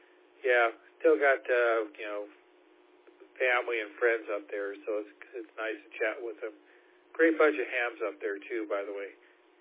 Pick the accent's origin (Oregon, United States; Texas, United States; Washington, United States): Washington, United States; Seattle; moved away as an adult; now in San Francisco Bay Area, United States; I grew up in the Seattle area, came down here for a job in 1981